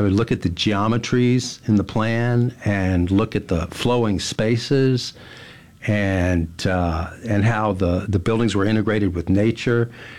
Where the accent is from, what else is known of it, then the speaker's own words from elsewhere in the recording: Hattiesburg, Mississippi, United States; I grew up in Mississippi, Hattiesburg area, and grew up in the Hattiesburg area and went to Mississippi State University School of Architecture.